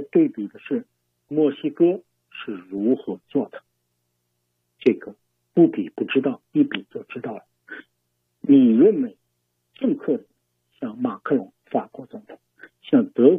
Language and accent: Chinese; China